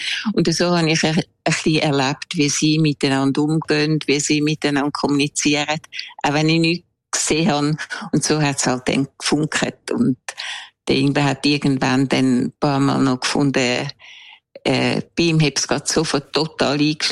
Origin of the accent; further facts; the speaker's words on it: Switzerland; moved away; beim ersten habe ich so ein bisschen meine Jugend in der Schweiz beschrieben.